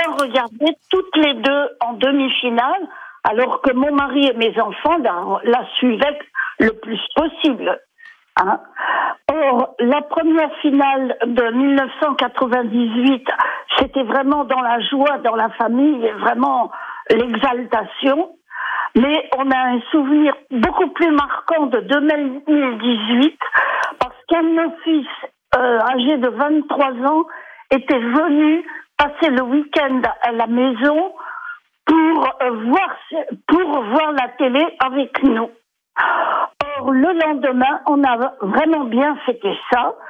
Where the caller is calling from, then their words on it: Centre-Val de Loire, France; j'ai 83 ans et j'habite à Aveni.